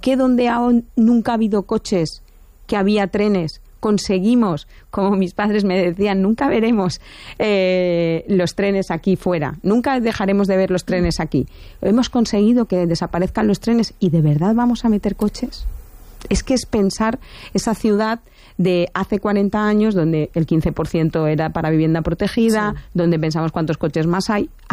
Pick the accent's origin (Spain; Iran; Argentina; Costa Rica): Spain; Valencia, Valencian Community; yo que soy de esos barrios y que soy del barrio de la Creu Coberta